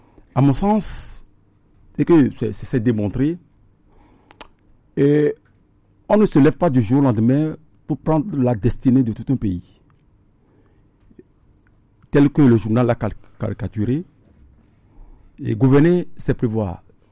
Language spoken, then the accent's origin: French; Benin; chez nous au Bénin, on pense, mais ici on dépense.